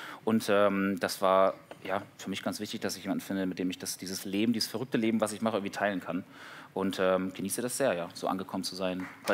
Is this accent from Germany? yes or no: yes; Schleswig-Holstein, Germany; habe ich nur so den Norden, also Ostholstein, Schleswig-Holstein ist meine Heimat. Da wohne ich auch wieder.